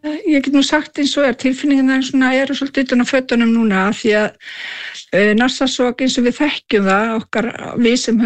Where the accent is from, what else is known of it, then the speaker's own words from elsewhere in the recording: Kujalleq, Greenland; við sem ég kem frá Suðurgrænlandi, unnið mörg sumur í Nassasvak